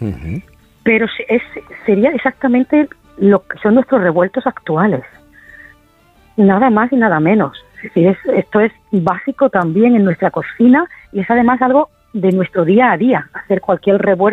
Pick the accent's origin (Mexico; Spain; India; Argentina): Spain; Granada, Andalusia; Bueno, yo soy de Granada.